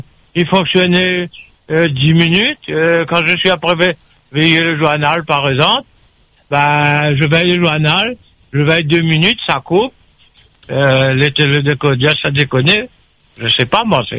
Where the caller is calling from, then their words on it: Saint-Joseph, Réunion; Là, je suis à Saint-Joseph, le réseau. Je suis en plein ville.